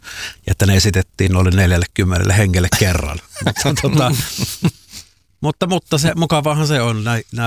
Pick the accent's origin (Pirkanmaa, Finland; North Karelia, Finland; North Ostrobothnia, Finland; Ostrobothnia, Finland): North Karelia, Finland; Joensuu; also born or lived in Helsinki / Espoo; now in Turku, Finland; Mä oon siis Joensuusta lähtöisin, sieltä Helsinkiin, sieltä Espooseen ja nyt Turkuun, niin vahvasti niin kuin länteen mennään.